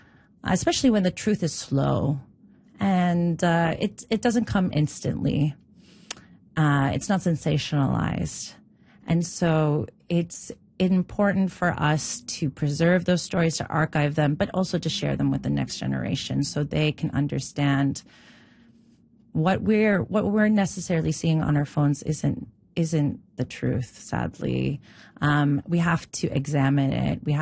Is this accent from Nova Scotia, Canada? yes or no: yes; Nova Scotia, Canada; Growing up in Nova Scotia, in Dartmo